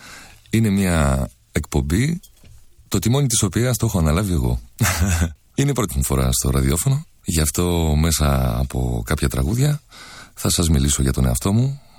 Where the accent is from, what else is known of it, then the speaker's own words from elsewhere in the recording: Athens, Attica, Greece; born there; Greek is a second language; also born or lived in Yalta, Crimea; Γεννήθηκα και μεγάλωσα στην Κρυμαία, στην Γιάλτα της πρώην Σοβιετικής Ένωσης. Είμαι ελληνικής καταγωγής και πάντα μέσα στην οικογένειά μου υπήρχε ένας μεγάλος στόχος το να βρεθούμε στη γη των προγόνων μου, να ανακαλύψουμε την Ελλάδα. Και έτσι, στην ηλικία των 10 ετών, βρέθηκα στην Αθήνα